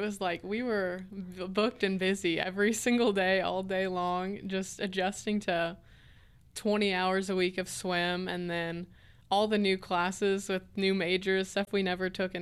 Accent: Kentucky, United States; moved away as an adult; I'm from Kentucky

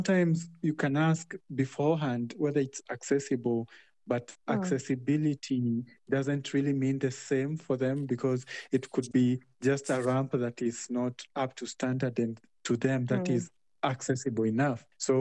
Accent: Nakuru, Nakuru County, Kenya; My experience is quite different here in Kenya, especially in my hometown of Nakuru.

